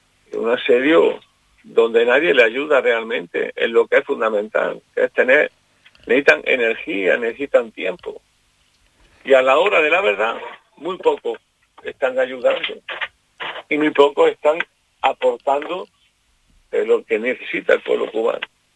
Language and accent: Spanish; Andalusia, Spain; yo le he estado enseñando mi tierra, Jaén, Granada, Úbeda, Baeza.